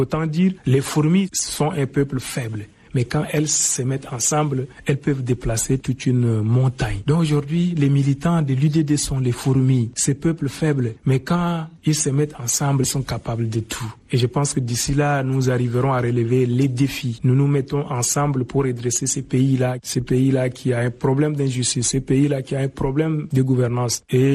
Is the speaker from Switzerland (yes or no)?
no; Chad